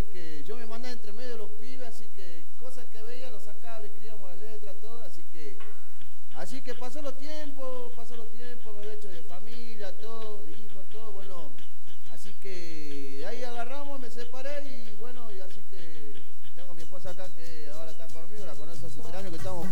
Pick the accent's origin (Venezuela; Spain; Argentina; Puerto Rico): Argentina; La Plata, Buenos Aires Province; Y bueno, yo nací allá en La Plata y me crié hasta los 14, 15 años.